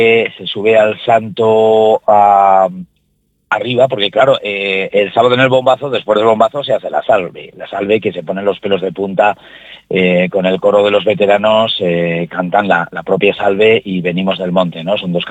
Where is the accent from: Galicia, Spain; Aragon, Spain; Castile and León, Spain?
Castile and León, Spain; Miranda de Ebro; como sanjuanero y mirandés me quedo con ese dato